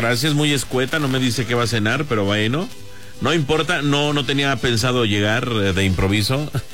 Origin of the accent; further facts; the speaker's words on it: Mexico; Soy mexicano por...